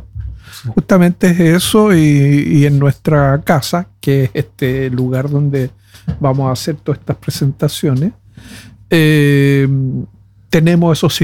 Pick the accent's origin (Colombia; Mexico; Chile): Chile; Y yo que soy chileno me interesa mucho ese tema